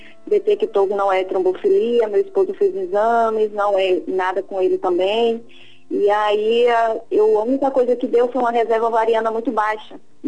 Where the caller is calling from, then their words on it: Feira de Santana, Bahia, Brazil; eu falo de Feira de Santana, Bahia, padre.